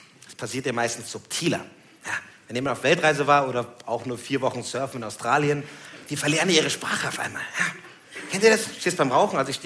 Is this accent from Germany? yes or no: yes; Puchheim, Bavaria, Germany; aus Puchheim bei München.